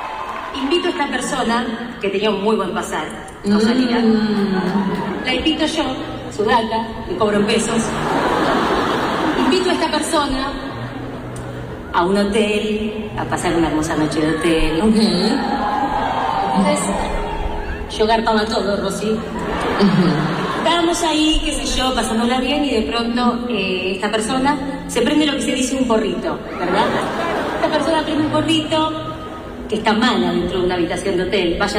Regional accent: Argentina; yo soy una persona muy generosa como buena argentina

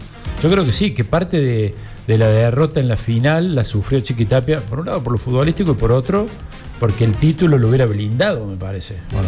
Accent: Argentina

